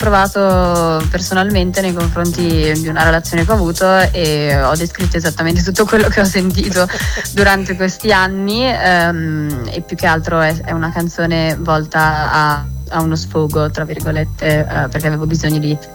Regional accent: Como, Lombardy, Italy; also born or lived in Milan; Sì, io sono di Como.

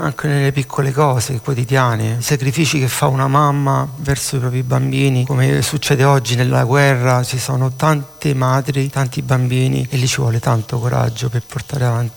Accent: Rome, Lazio, Italy

